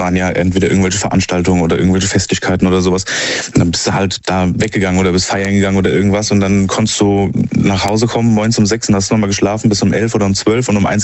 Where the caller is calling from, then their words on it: Limburg, Hesse, Germany; Hi, aus Limburg.